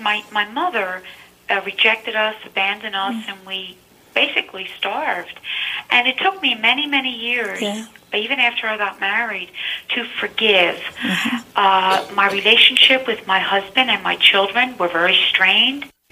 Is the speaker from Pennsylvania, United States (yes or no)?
yes; Philadelphia, Pennsylvania, United States; I'm from South Philadelphia.